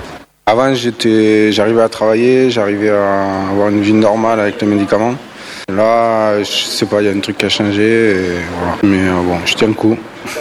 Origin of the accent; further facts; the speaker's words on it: Occitanie, France; moved away as an adult; now in Toulouse, France; je suis originaire de là-bas, ouais. Un petit village à 20 km entre Montpellier et Nîmes.